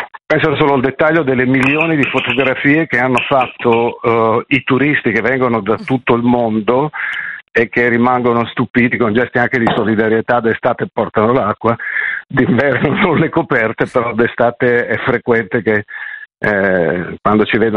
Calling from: Milan, Lombardy, Italy; Io chiamo da Milano

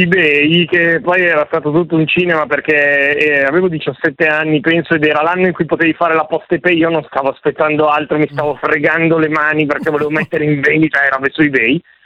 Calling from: Como, Lombardy, Italy

